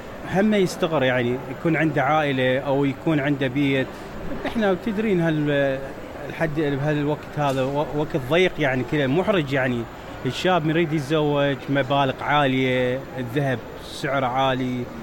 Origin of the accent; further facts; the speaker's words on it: Najaf, Najaf Governorate, Iraq; كنت كاشير ببازار بالنجف، انا طبعا من اهل النجف.